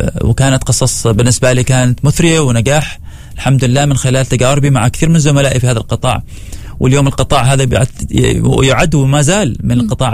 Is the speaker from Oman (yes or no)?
yes; Oman; نحن كعمانيين